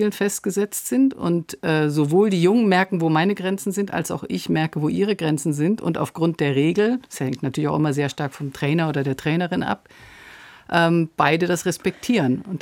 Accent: Munich, Bavaria, Germany; Schwabing. Ich bin am Luitpoldpark aufgewachsen.

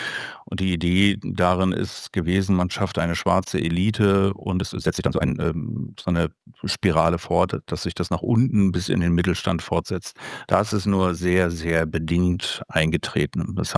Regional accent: East Germany, Germany; dass ich so in der Grunddimension auch als Ostdeutscher wirklich mit der Wende in Ostdeutschland verglichen habe

